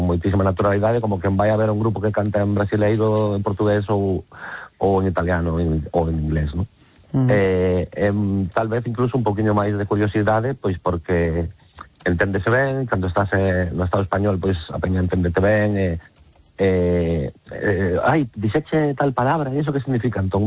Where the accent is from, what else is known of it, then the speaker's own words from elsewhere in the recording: Galicia, Spain; todo o mundo dicía que seríamos vascos, entendía que seríamos vascos, pero nada máis, non, somos galegos